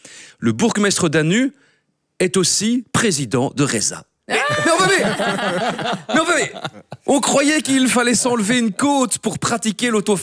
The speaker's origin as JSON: {"language": "French", "country": "Belgium", "said": "Chez nous, en Belgique, une intercommunale qui magouille, c'est une appellation d'origine contrôlée."}